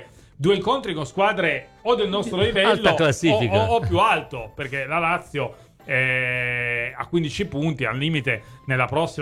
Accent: France; Sono un francese, Paris Saint-Germain è partito male...

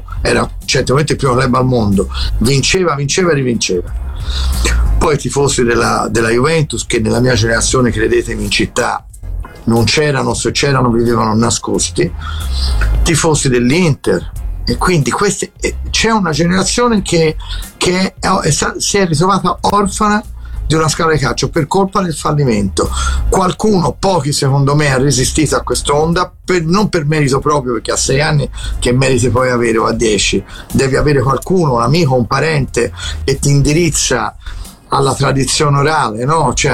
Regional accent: Florence, Tuscany, Italy; born there

